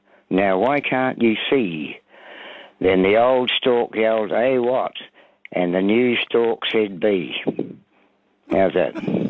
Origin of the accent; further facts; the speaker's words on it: Canterbury, New Zealand; I'm from North Canterbury.